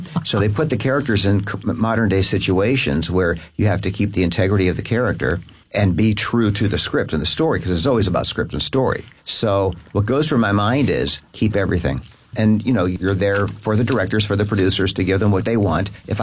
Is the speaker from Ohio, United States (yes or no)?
yes; Cincinnati, Ohio, United States; My dad tells me, you know, we were from Cincinnati. We moved from Cincinnati.